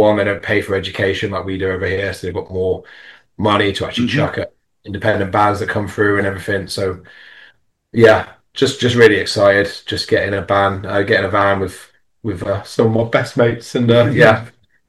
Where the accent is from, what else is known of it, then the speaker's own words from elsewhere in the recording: Devon, South West England, United Kingdom; we played my hometown in Devon.